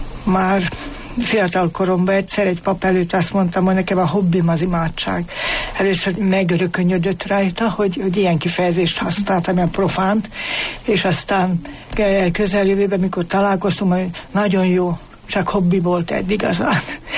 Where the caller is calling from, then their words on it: Kalász, Nitra Region, Slovakia; Mert én Nyitra mellől származok, mégpedig Kalász községből